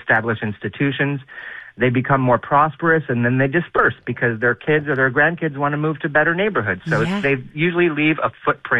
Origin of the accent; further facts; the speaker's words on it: Montreal, Quebec, Canada; LaSalle is like a third Italian, and I grew up in LaSalle